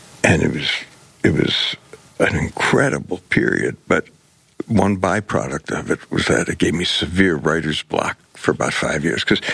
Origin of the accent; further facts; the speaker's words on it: Detroit, Michigan, United States; There's something about growing up in Detroit that was incredible.